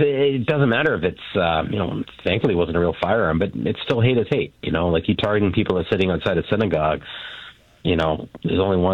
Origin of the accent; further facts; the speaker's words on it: Brampton, Ontario, Canada; moved away as an adult; also born or lived in Toronto; now in Ottawa, Canada; I was born in Brampton, yeah. I was raised there. The city is part of me